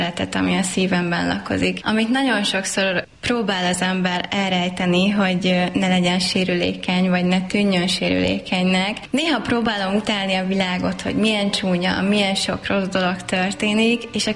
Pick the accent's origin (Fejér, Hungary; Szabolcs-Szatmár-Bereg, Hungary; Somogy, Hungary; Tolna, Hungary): Somogy, Hungary; Balatonlelle; moved away; Én Balatonlelléről származom, illetve ott nőttem fel. Akkoriban még megtehettük azt, nagy családi házban laktunk